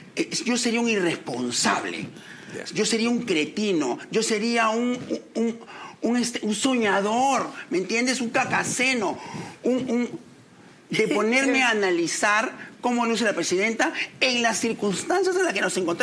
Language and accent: Spanish; Peru; Seamos conscientes como ya peruanos.